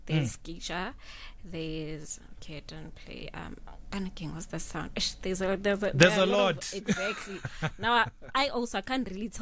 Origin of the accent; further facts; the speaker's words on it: Johannesburg, Gauteng, South Africa; born and bred in Soweto, Diepkloof.